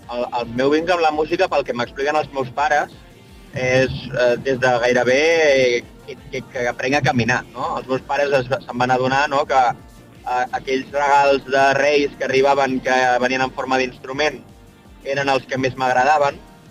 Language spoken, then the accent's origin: Catalan; Vidreres, Catalonia, Spain; sóc un noi de Vidreres que porta tota la vida fent música